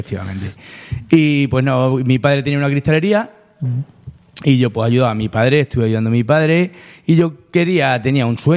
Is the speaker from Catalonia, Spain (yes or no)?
no; Torrenueva, Castilla-La Mancha, Spain; now in Villarrubia de los Ojos, Spain; yo nací en Tornueva, que fíjate, se da la casualidad que tiene un acento muy parecido. Dicen, ya se te ha pegado el acento villarrubiero. Y no, no, es que es muy parecido al aquí.